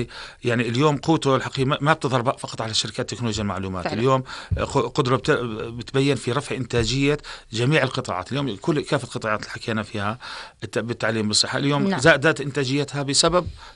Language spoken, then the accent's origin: Arabic; Jordan; إحنا كأردنيين